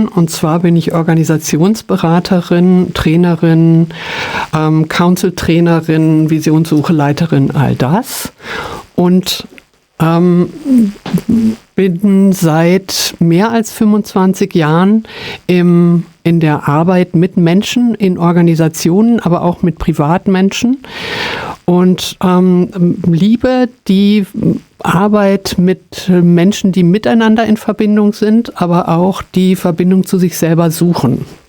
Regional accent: Freiburg, Baden-Württemberg, Germany; moved away as an adult; also born or lived in Eschwege; now in Göttingen, Germany; mich hat es nach Göttingen gezogen, unterhalb von der Burg Plesse wohne ich jetzt mittlerweile und bin ursprünglich eigentlich Schwarzwälderin.

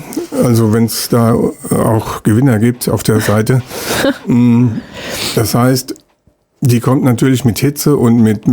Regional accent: Oberdünsebach, Hesse, Germany; Und so war das auch hier bei uns hier im Werra-Meißner-Kreis und auch bei mir in Oberdünsebach, wo ich herkomme.

